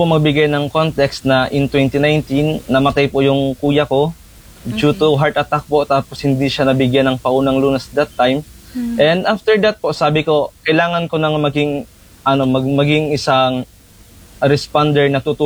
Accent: Bulan, Bicol Region, Philippines; agad na po ako na umuwi sa amin sa bayan namin sa Bulan, Sorsogon, which is 54 kilometers away from

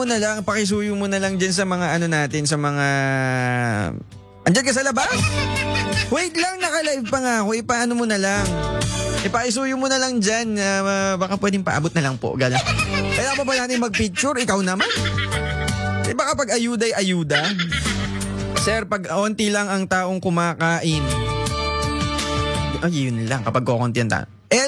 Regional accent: Reina Mercedes, Cagayan Valley, Philippines; now in Santiago, Philippines; Ang father ko po nag-originate talaga sa Tumawini, Isabela. Although born and raised from Reyna Mercedes, then may mga kamag-anak kami from Cabagan, Isabela. Ngayon po nagre-reside ako sa Santiago.

